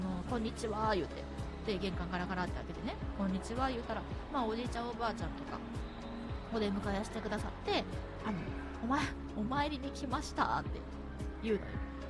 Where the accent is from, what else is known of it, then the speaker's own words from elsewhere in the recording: Nagasaki, Japan; 私のね地元長崎県のまあ大秘境にあるんですけれども、